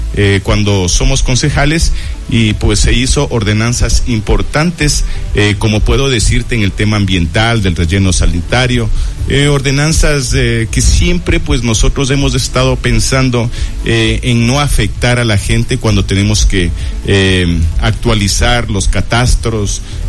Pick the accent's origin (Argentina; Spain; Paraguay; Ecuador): Ecuador; Quiroga, Imbabura; Cuando me preguntaban de dónde eres, decía de Quiroga, y ¿dónde es eso? Entonces tenía en la mente que tengo que posicionar a mi parroquia.